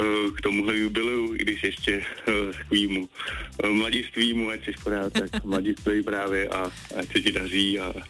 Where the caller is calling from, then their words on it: Plzeň, Plzeň Region, Czechia; Já jsem z Plzně.